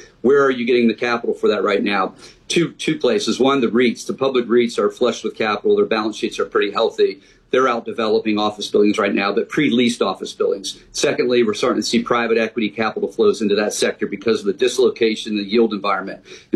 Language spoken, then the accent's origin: English; Detroit, Michigan, United States; I'm from Detroit, Michigan, so I can pick on Detroit